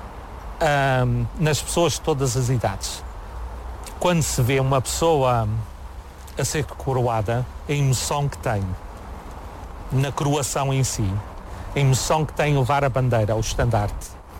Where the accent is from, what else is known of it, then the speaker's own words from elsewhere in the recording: Angra do Heroísmo, Azores, Portugal; Para ser sincero, sou mais apegada a qualquer sítio de Portugal do que a minha terra natal. Gosto muito de ir à Terceira, porque ainda tem família lá.